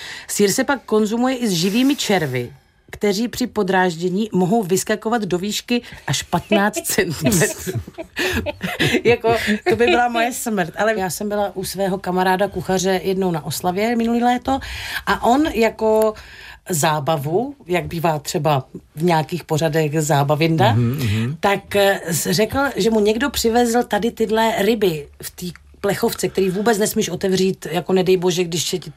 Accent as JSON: {"language": "Czech", "region": "Moravia", "country": "Czechia", "said": "Protože nevím, jak u vás v Praze nebo tady v Čechách, ale u nás na Moravě v podstatě oslava znamená zabití jídlem."}